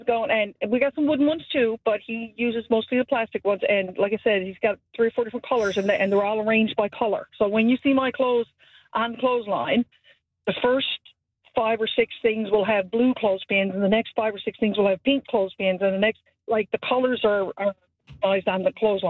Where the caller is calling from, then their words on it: Newfoundland and Labrador, Canada; Port Cove.